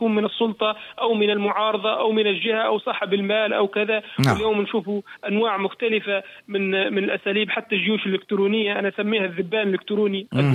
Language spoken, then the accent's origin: Arabic; southern Tunisia, Tunisia; أنا مثلا من الجنوب التونسي